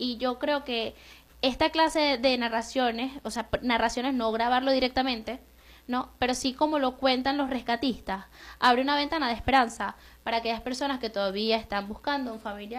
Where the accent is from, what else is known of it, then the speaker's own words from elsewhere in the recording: Venezuela; sobre todo como venezolanos, que a la mayoría nos duele lo que está ocurriendo allá al norte del país.